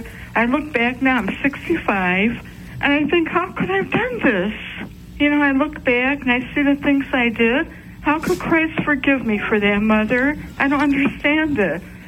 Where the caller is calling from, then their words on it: Chicago, Illinois, United States; from Chicago, Illinois.